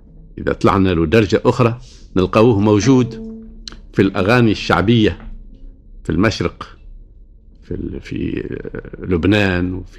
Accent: Tunisia; موجود عندنا في تونس، خاصة على في منطقة الساحل

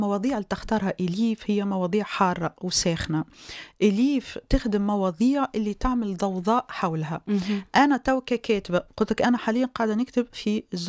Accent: Tunisia; احنا تونس رانا 12 مليون

